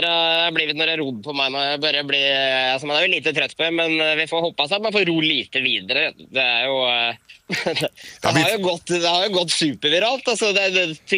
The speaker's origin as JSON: {"language": "Swedish", "country": "Norway", "said": "Ja, jag är i Oslo just nu, men nu står jag på flygplatsen och ska till Sverige, så jag är ingen bra norrman idag."}